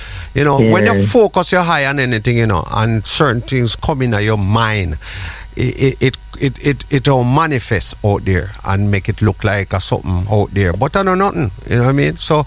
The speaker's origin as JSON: {"language": "English", "country": "Jamaica", "tie": "born or raised there", "said": "while growing up in Jamaica"}